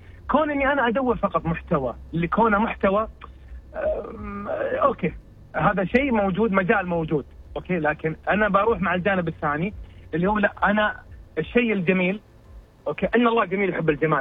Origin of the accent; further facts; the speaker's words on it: Saudi Arabia; أنا سعودي